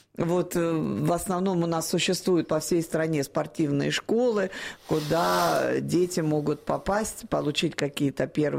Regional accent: Rostov-on-Don, Rostov Oblast, Russia; Ну, мне это очень близко, потому что я сама родом из Ростова-на-Дону, и я села на лошадь практически, когда начала ходить

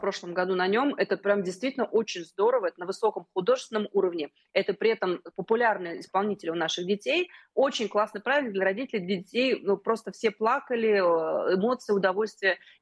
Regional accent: Saint Petersburg, Russia; Я вот из Петербурга родом

